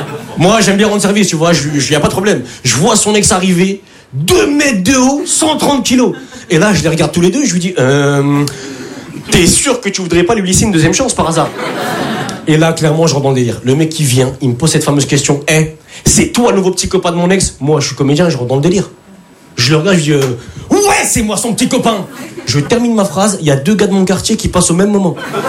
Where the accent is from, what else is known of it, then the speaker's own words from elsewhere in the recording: Lille, Hauts-de-France, France; now in Paris, France; Je viens d'arriver sur Paris. Je viens de Lille.